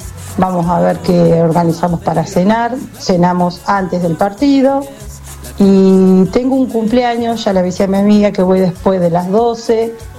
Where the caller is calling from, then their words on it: Ayacucho, Buenos Aires Province, Argentina; de Ayacucho.